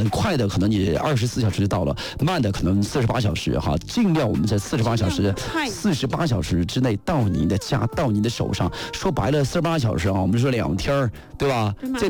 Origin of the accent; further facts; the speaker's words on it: Sichuan, China; 我们四川话来说泄青，用我们普通话说就是啥子呢？变质